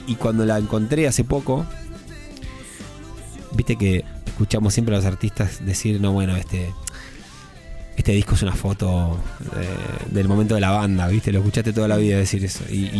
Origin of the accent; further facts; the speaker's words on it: Buenos Aires Province, Argentina; born there; Bueno, nací en capital, pero después al toque ya nos fuimos a vivir a provincia.